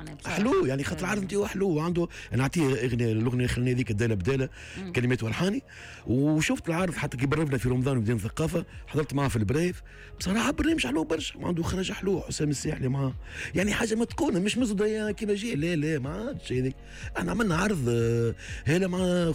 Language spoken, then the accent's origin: Arabic; Tunisia